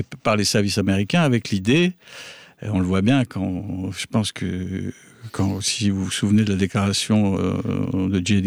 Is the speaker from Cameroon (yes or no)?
no; France; Non, parce que vous savez, je suis français.